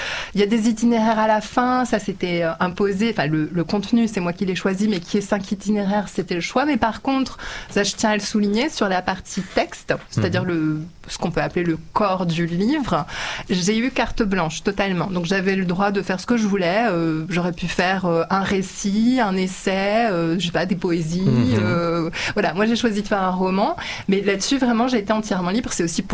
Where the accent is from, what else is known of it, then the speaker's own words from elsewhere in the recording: France; Bon, pour me situer de manière très très factuelle, donc je suis née en France de parents hongrois.